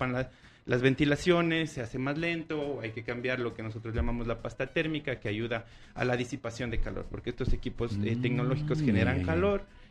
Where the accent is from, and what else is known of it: San Gabriel, Carchi, Ecuador